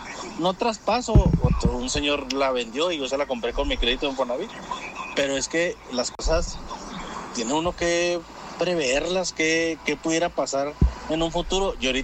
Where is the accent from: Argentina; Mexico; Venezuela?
Mexico; nosotros como cultura mexicana